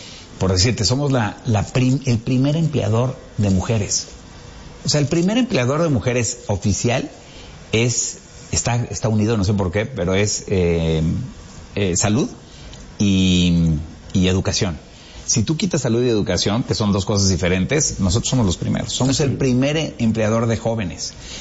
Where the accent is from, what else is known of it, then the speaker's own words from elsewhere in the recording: Mexico; Y eso, tú y yo, que somos mexicanos, pues tú y yo ya estamos acostumbrados.